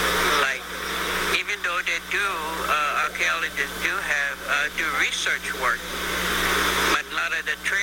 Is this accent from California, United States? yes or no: no; Hawaii, United States; I was born and raised here in Keho Bay, 1927. So there are a lot of historic sites in the area